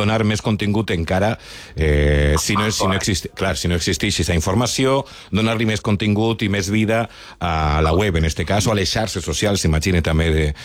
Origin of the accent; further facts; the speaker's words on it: Manises, Valencian Community, Spain; Sí, els noms, i sobretot quins noms són els de Manises, perquè jo sóc de Manises.